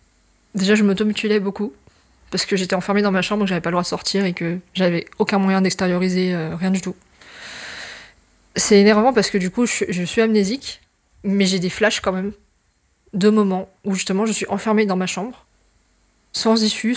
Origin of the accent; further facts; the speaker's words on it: Auvergne-Rhône-Alpes, France; now in Grenoble, France; J'ai grandi en Haute-Savoie